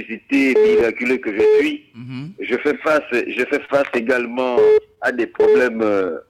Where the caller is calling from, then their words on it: Port-Gentil, Ogooué-Maritime, Gabon; Pont Gentil, nouvelle route PG1, première pompe à la fin de la barrière de la Stéble.